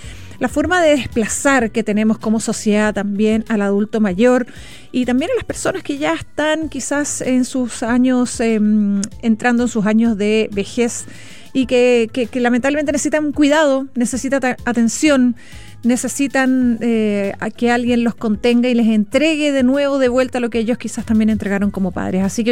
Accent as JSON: {"language": "Spanish", "country": "Chile"}